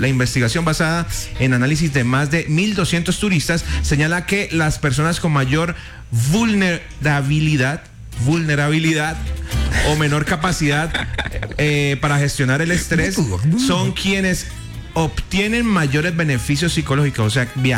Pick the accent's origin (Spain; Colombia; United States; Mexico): Colombia; a nosotros que generalmente que somos empleados colombianos, generalmente nosotros aquí en Colombia